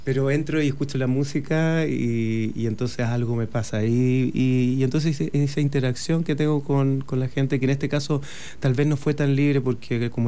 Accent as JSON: {"language": "Spanish", "country": "Chile", "tie": "born or raised there", "said": "yo crecí en Chile"}